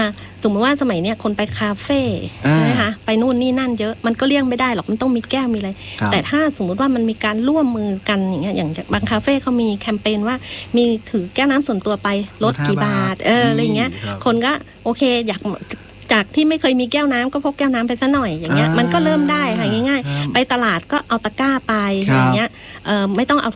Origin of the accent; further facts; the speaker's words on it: Nan Province, Nan, Thailand; เราเป็นคนในพื้นที่เนาะหมายถึงคนในจังหวัดน่านเกิดที่จังหวัดน่าน